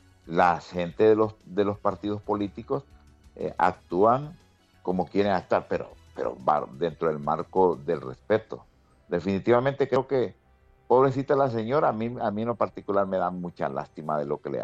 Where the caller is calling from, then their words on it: Honduras; Y yo le voy a decir una cosa es que yo esté molesto como hondureño con algunas actitudes del gobierno